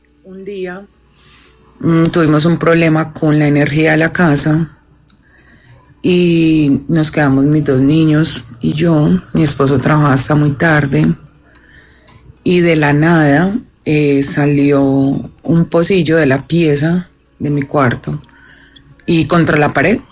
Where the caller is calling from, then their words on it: Medellín, Antioquia, Colombia; soy de Medellín.